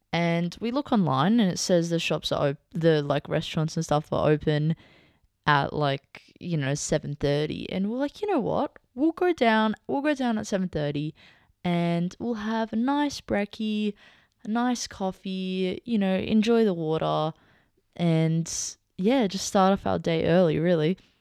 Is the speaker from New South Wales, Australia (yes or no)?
yes; Sydney, New South Wales, Australia; we're from Sydney